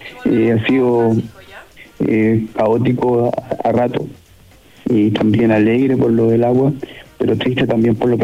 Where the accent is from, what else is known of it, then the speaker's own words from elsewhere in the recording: La Ligua, Valparaíso, Chile; yo soy nacido y criado acá en La Ligua, soy liguano, liguano, porque acá nos diferenciamos cuando uno nace en La Ligua, liguano, y cuando llega a vivir en La Ligua, ligüense. Pero yo soy liguano de corazón